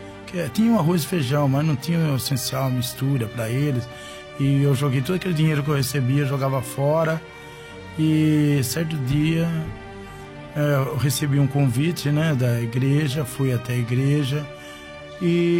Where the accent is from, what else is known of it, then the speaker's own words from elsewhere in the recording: Itatiba, São Paulo, Brazil; sou de Itatiba, o bairro Santa Cruz, Alameda Dom Pedro II, número 170.